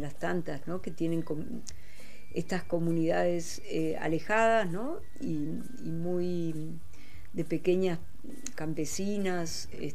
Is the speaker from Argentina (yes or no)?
yes; Argentina